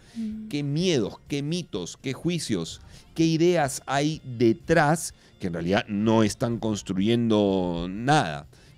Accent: Lima, Peru; los limeños somos muy quejones con el clima

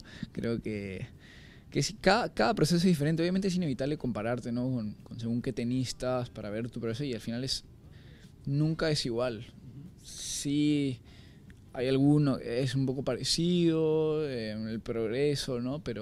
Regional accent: Peru; siempre me considero un embajador de la cultura peruana

